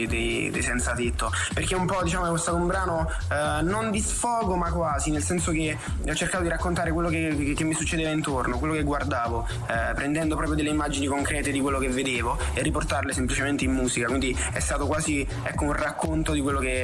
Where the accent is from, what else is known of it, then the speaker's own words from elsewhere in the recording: Isernia, Molise, Italy; now in Milan, Italy; Io sono di Isernia, sì, però sono a Milano ora.